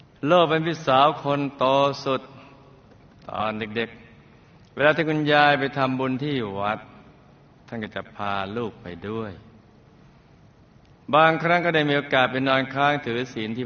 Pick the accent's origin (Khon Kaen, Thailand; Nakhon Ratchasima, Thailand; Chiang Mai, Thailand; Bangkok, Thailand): Khon Kaen, Thailand; born there; ลูกเกิดที่จังหวัดขอนแก่นมีพี่น้องทั้งหมด8คนเริ่มเป็นพี่สาวคนโตสุด